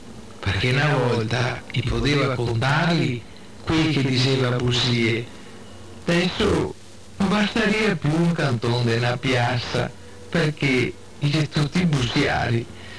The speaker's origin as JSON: {"language": "Italian", "town": "Padua", "region": "Veneto", "country": "Italy"}